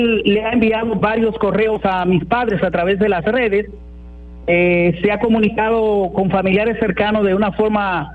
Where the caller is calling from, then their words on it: Villa Jaragua, Bahoruco, Dominican Republic; nosotros somos también ahí de Villa Jaragua.